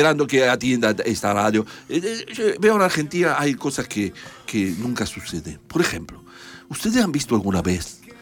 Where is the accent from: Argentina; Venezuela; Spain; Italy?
Italy; Yo soy italiano, le dije recién, mire, y yo.